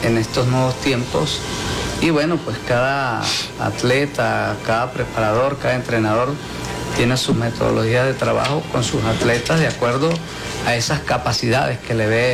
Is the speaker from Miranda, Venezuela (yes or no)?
no; Santa Cruz de Mora, Mérida, Venezuela; de mi tierra, Santa Cruz de Mora.